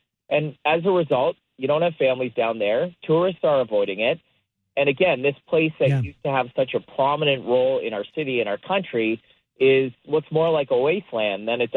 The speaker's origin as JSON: {"language": "English", "town": "Hamilton", "region": "Ontario", "country": "Canada", "tie": "born or raised there", "said": "I remember growing up in Hamilton"}